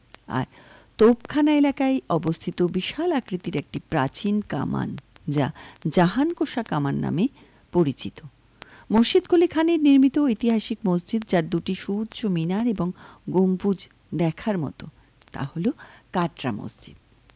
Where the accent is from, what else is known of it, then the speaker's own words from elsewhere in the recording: Murshidabad, West Bengal, India; born there; আমরা মুর্শিদাবাদে জন্মেছি, আমরা মুর্শিদাবাদে বাস করি।